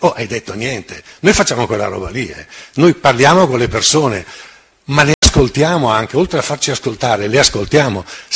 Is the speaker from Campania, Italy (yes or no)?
no; Brescia, Lombardy, Italy; Nella prima radio in cui ho lavorato a Brescia, io sono di Brescia